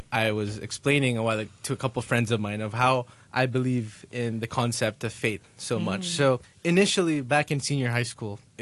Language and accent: English; Angeles City, Central Luzon, Philippines; moved away as an adult; also born or lived in Quezon City, Philippines / Kuala Lumpur, Malaysia; now in Hong Kong; So I was born in Quezon City, Manila, Philippines in 2005. So I grew up in Angeles City.